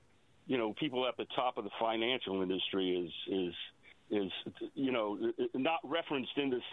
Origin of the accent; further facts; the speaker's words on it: East Coast, United States; moved away; I'm originally from the East Coast.